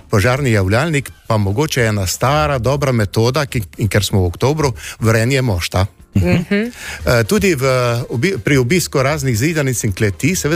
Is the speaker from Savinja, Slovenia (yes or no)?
yes; Savinja, Slovenia; midva sva iz Celjskega